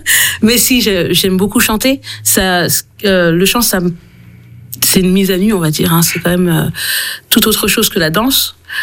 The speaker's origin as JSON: {"language": "French", "country": "Haiti", "said": "Alors moi je suis haïtienne, et donc j'ai grandi dans la communauté haïtienne, et mon père est pasteur"}